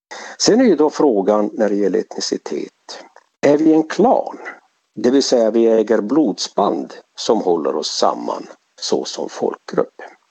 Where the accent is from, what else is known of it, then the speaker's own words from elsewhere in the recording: Norrbotten County, Sweden; Eller är det helt enkelt vårt medborgarskap som gör att vi är tornedalingar i Sverige? Men att vi är lite annorlunda än svenskar.